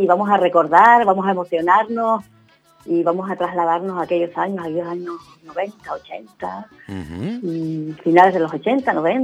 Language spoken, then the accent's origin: Spanish; Teror, Canary Islands, Spain; born there; Yo nací en Teror, nací en casa de mi abuelita, con una comadrona que no me acuerdo cómo se llamaba, la comadrona que había en aquel entonces, y nací en casa de mi abuela.